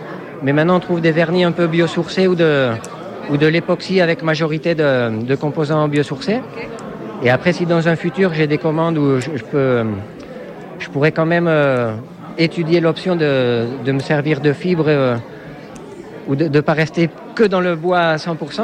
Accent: Bourisp, Occitanie, France; j'ai 46 ans et je suis originaire de Bourispe dans la Vallée d'Or, à côté de Saint-Lary.

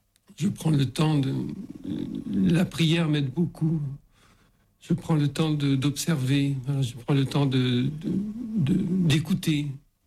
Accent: Lourdes, Occitanie, France; Et je me suis présenté, je lui ai dit que je venais de Lourdes.

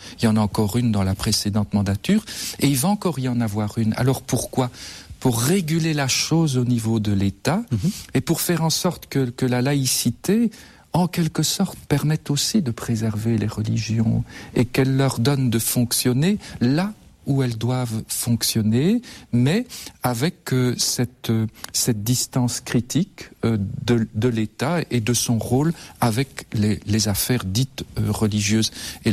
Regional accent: Belgium; chez nous, en Belgique

